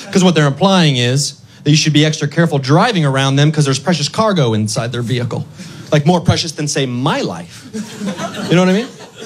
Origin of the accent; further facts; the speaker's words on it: Honolulu, Hawaii, United States; I come from Honolulu.